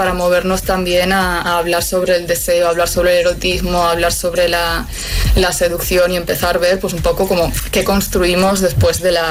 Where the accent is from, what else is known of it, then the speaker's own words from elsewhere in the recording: Galicia, Spain; now in Málaga, Spain; de hecho ahora mismo estoy en Málaga, pero yo soy de Galicia, así que me he movido bastante